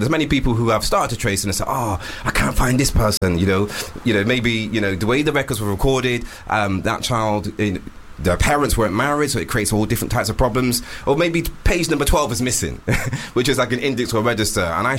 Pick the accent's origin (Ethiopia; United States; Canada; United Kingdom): United Kingdom; Bristol, South West England; from my hometown, from Bristol